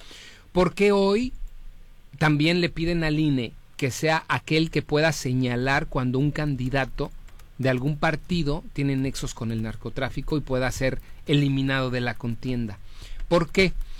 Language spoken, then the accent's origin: Spanish; Mexico; yo también me incluyo porque soy mexicano.